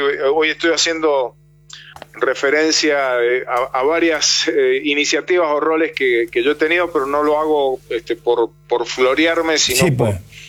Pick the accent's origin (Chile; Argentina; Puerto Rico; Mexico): Argentina